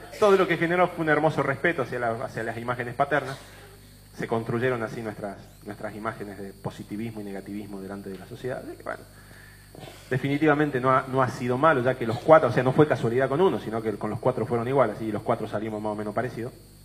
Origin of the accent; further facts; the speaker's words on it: Argentina; Porque sos argentino.